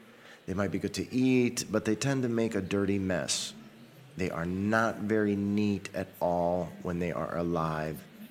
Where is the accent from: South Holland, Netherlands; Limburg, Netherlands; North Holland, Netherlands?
Limburg, Netherlands; Venray; English is a second language; First, I'm Dutch from Venray, Limburg. And I can say this, Dutch taxidermists are the best.